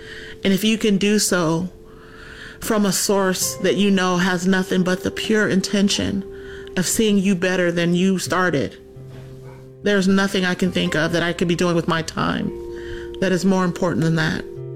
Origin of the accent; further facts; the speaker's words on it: Louisiana, United States; We are Creoles from Louisiana by way of St. Kitts and Belize.